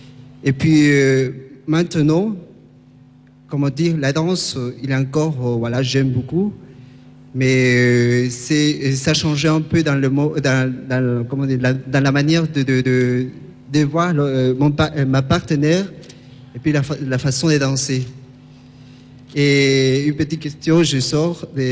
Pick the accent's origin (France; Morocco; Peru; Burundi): Peru; je viens du Pérou, j'ai 30 ans.